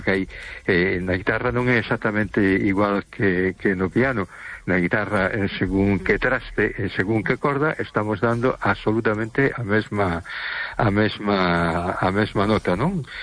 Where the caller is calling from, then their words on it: A Coruña, Galicia, Spain; Hola, boa noite … de Coruña.